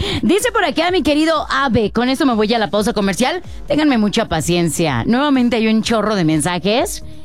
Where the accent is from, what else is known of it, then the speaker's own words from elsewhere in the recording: Puebla, Mexico; cuando era niño, hace más de 50 años, tenía yo entre 11 o 12 años. Allí en mi pueblo natal, en el estado de Puebla